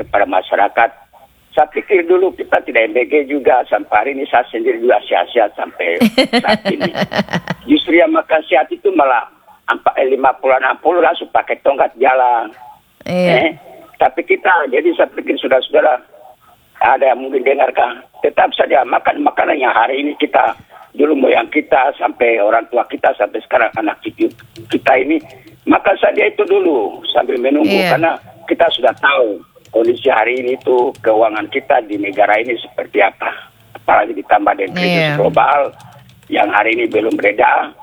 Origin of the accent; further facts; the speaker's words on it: Papua, Indonesia; Pintar, kita itu pintar. Kita orang Papua ini pintar.